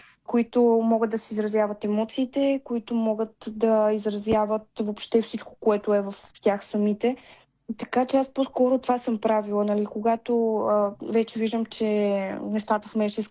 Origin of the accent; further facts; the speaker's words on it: Pleven, Pleven Province, Bulgaria; се прибрах по моя роден край, а именно в Плевен.